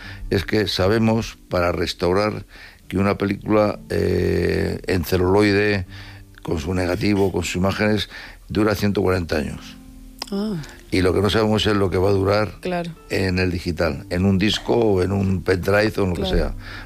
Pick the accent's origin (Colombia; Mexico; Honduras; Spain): Spain; Madrid, Community of Madrid; Quizás, bueno, la verdad que yo soy de Madrid, pero bueno, te den por seguro que la copla ha sido uno de los elementos musicales más importantes que ha habido en este país durante muchos años.